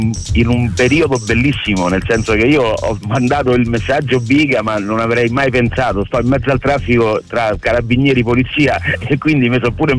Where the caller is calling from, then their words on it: Grottaferrata, Lazio, Italy; Io sono Grotta Ferrata.